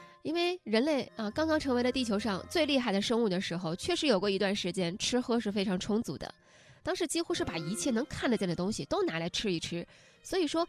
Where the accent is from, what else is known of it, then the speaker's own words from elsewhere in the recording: China; 我们中国人